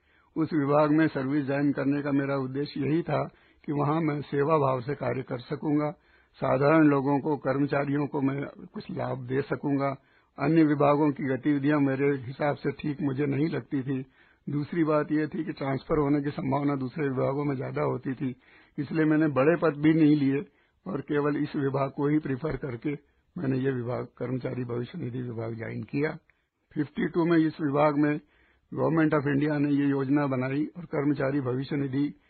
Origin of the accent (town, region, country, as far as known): Dhamnod, Madhya Pradesh, India; born or raised there